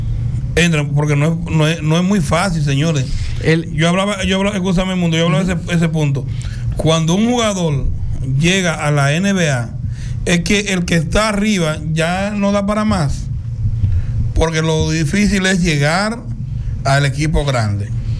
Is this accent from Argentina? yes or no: no; Dominican Republic; Para nosotros como dominicanos nos hace mucho bien de que los Knicks ganen